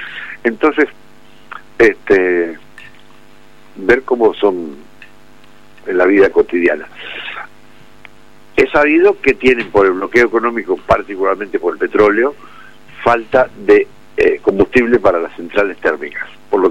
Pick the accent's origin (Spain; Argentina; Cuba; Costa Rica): Argentina; Mendoza; born there; Calles de tierra, como con mi casa en Villanueva, cuando era chico viví en Villanueva un tiempo, calles de tierra, las acequias de tierra